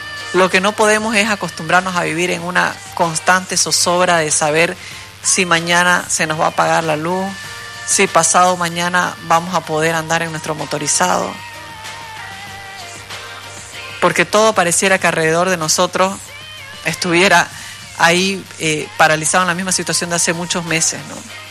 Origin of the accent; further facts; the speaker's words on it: Bolivia; para poder actuar como bolivianos.